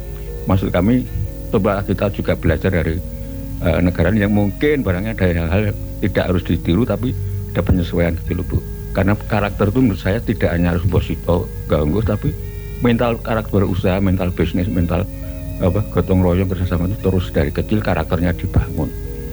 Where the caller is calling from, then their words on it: Wonosari, Special Region of Yogyakarta, Indonesia; saking Wonosari Gunung Kidul.